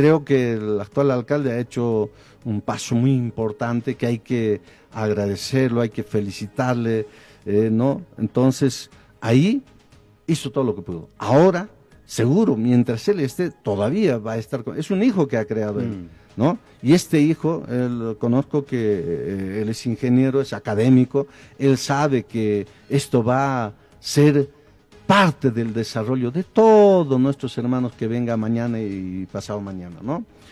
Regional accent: Apurímac, Peru; yo soy de parte de Coyurqui, de repente más coyurquino que cotabambino, del nacimiento cotabambino de mis padres coyurquinos.

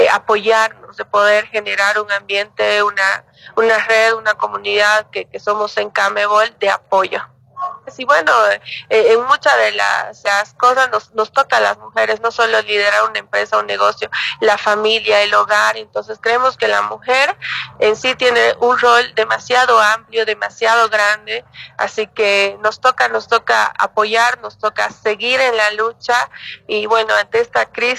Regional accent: Bolivia

